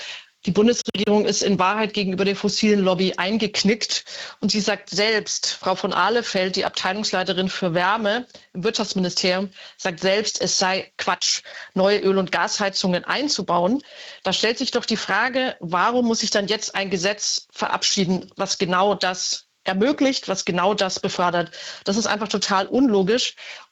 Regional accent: Bavaria, Germany; ich komme aus Bayern.

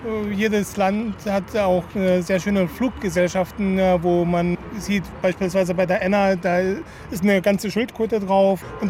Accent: Marburg, Hesse, Germany; Nee, ich komme aus Marburg, okay. Aus Mittelhessen.

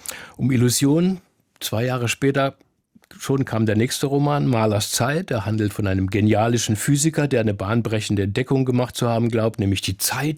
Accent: Berlin, Germany; aber ich sag's mal dreist, als Berliner, das ist doch nicht normal.

